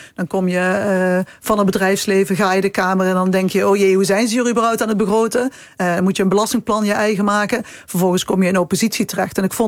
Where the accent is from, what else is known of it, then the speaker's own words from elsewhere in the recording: North Brabant, Netherlands; ik kom uit De Peel.